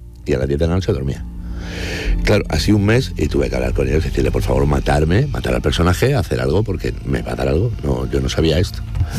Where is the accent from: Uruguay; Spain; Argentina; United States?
Spain; Málaga, Andalusia; Me ha hecho mucha ilusión estar aquí en mi tierra, en Málaga